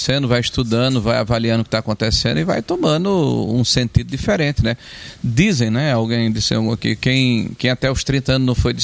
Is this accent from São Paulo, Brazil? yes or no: no; Rio Grande do Norte, Brazil; O cidadão que mora no interior. Jucurutu, lá do meu estado. Um abraço para Jucurutu.